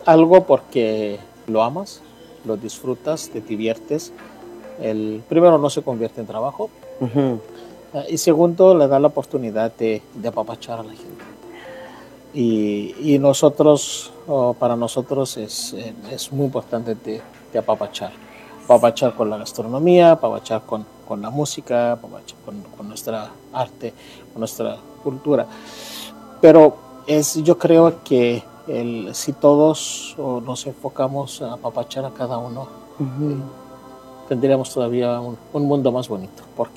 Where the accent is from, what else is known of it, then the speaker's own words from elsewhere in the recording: Mexico; Siento que se logra transmitir un poquito lo que somos los mexicanos.